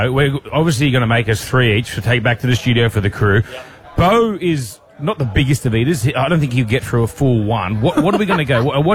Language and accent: English; Leichhardt, New South Wales, Australia; Well, Kat, you know I love my Italian. I grew up in Leichhardt.